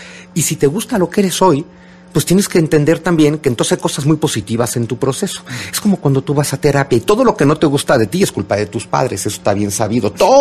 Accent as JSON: {"language": "Spanish", "country": "Mexico", "said": "A mí lo que me desespera mucho como mexicano es el fanatismo."}